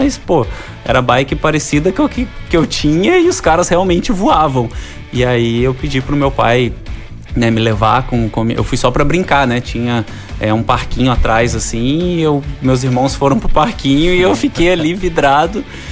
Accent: Minas Gerais, Brazil; moved away as an adult; also born or lived in Rio de Janeiro; eu sou carioca, só que com 1 ano eu fui morar em Minas e morei até o ano passado em Minas. Então foram 33 anos morando em Minas.

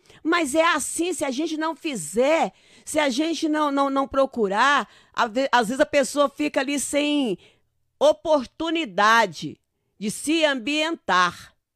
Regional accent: Uberaba, Minas Gerais, Brazil; moved away; Lá na minha cidade, lá na minha terra chamada Uberaba

